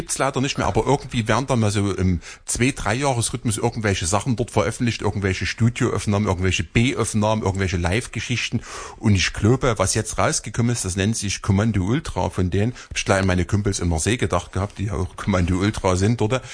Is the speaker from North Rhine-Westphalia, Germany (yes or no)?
no; Saxony-Anhalt, Germany; Ich komme ja aus Sachsen-Anhalt.